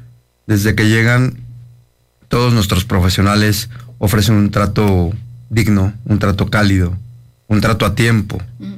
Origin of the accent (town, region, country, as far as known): Mexico